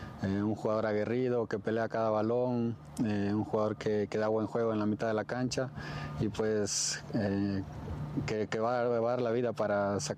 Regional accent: Ibarra, Imbabura, Ecuador; now in Arequipa, Peru; de donde vengo, de mi ciudad en Ecuador, se llama Ibarra, es la ciudad blanca también

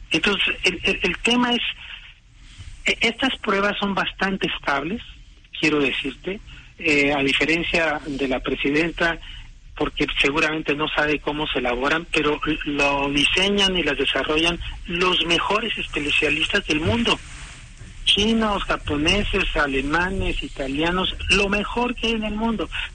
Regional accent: Mexico

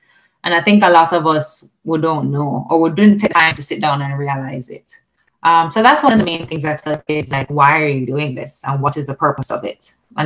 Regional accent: Kingston, Saint Andrew, Jamaica; I wasn't from St. James. I was St. Andrew, Kingston area. My father was from Mandeville, and my mother was from the Kingston area as well. So I actually grew up learning at the YMCA, so the local YMCA.

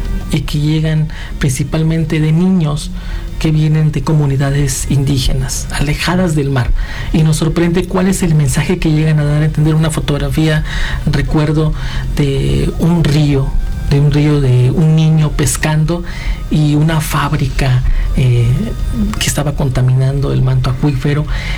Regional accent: Oaxaca, Mexico; accent: Oaxacan; Yo soy originario del estado de Oaxaca.

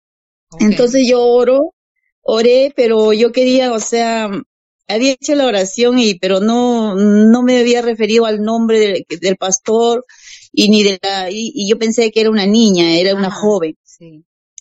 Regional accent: Lima, Peru; moved away as an adult; now in Tacna, Peru; yo soy de Lima, uh-huh. Aquí de Perú, uh-huh. aquí de Perú, pero yo ahora hace 7 años radico en Tacna.

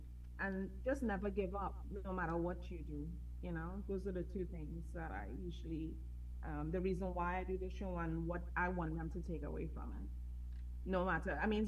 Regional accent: Trinidad & Tobago; moved away; also born or lived in United States; I'm from Trinidad and Tobago.

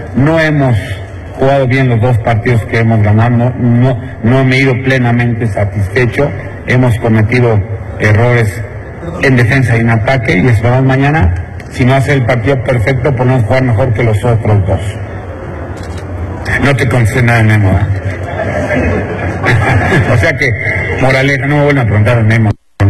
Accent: Mexico; Somos mexicanos, orgullosamente mexicanos, y nos dedicamos a jugar al fútbol

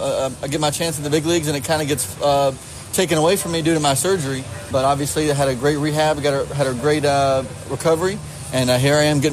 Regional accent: Georgia, United States; accent: Georgia; Yeah, I grew up in Georgia, still live there now, and as you can hear from my accent, I'm very much proud of my Georgia roots.

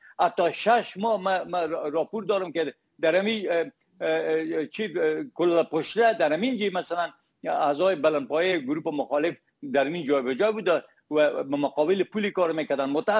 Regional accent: Herat, Afghanistan; من خود که از هرات هستم

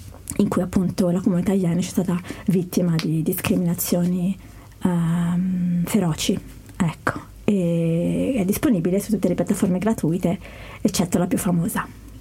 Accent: Milan, Lombardy, Italy; moved away as an adult; now in Capriasca, Switzerland; sono italo-eritrea, nata e cresciuta a Milano, sono qui in Capriasca da circa 8 anni

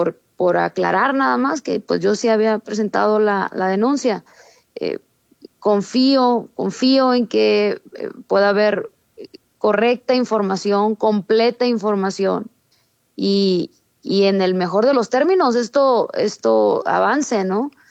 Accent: Sinaloa, Mexico; pues soy norteña, soy sinaloense, lo hago muy franco, muy directo

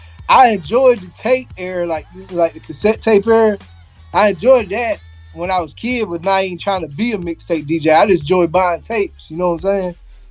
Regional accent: the Carolinas, United States; my hometown down here in the Carolinas

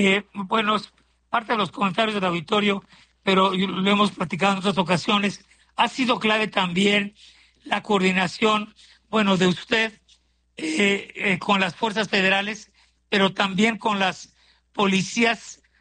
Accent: Mexico City, Mexico; como chilangos que somos

